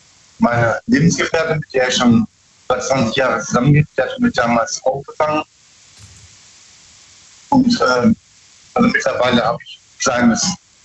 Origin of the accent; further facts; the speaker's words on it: Bruchsal, Baden-Württemberg, Germany; Ich komme aus Bruchsal.